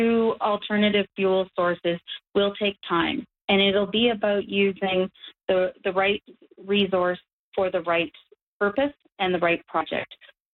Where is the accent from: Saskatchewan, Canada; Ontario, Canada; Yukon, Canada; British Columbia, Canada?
British Columbia, Canada; And as a British Columbian, I feel that deeply.